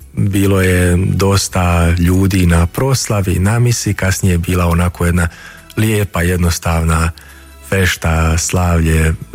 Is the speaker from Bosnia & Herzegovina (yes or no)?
yes; Vitez, Federation of Bosnia and Herzegovina, Bosnia & Herzegovina; moved away as an adult; now in Münster, Germany; Rodom sam iz Viteza, također iz Srednje Bosne